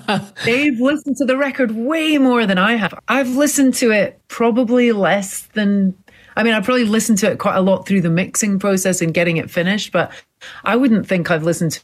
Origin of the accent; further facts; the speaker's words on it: Scotland, United Kingdom; And we were laughing because we're both Scottish Asian. I'm like quarter Chinese.